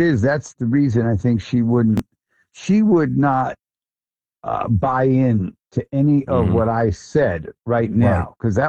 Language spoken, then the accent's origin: English; Long Island, New York, United States; We're both from Long Island